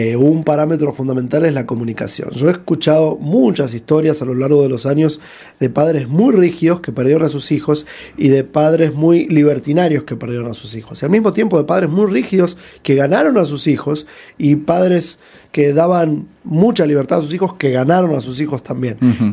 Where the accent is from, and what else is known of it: Argentina; moved away as an adult; also born or lived in California, United States; now in United States